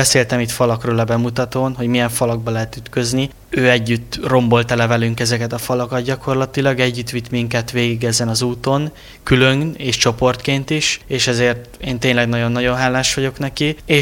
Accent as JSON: {"language": "Hungarian", "town": "Sopron", "region": "Győr-Moson-Sopron", "country": "Hungary", "said": "Büszke soproni vagyok"}